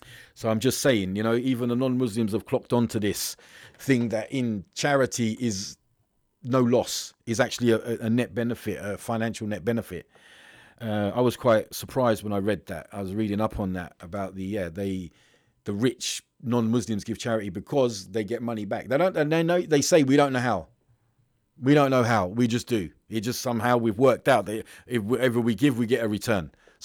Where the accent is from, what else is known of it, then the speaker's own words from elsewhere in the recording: Luton, East of England, United Kingdom; I'm local. If you go to, I'm from Luton. I live here.